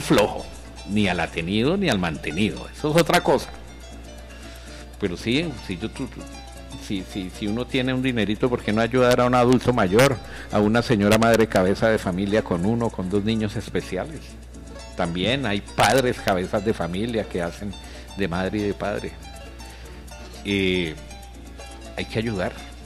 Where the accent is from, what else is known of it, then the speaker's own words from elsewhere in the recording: Colombia; somos seres humanos, somos colombianos, somos gente digna.